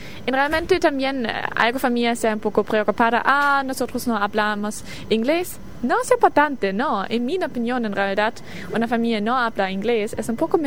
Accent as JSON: {"language": "Spanish", "town": "Heidelberg", "region": "Baden-Württemberg", "country": "Germany", "second_language": "Spanish", "moved": "as an adult", "lives_now": "Uruguay", "said": "Soy de Alemania del Sur, de una ciudad que se llama Heidelberg. Es cerca una hora sur de Frankfurt."}